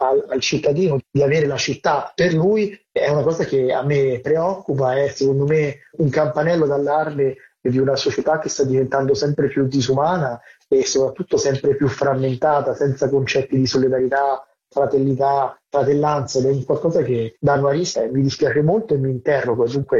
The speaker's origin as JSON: {"language": "Italian", "town": "Rome", "region": "Lazio", "country": "Italy", "tie": "born or raised there"}